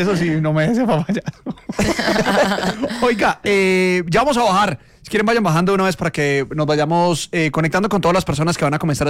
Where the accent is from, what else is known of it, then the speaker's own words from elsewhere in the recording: Colombia; Vamos a estar unidos y creo que como colombianos...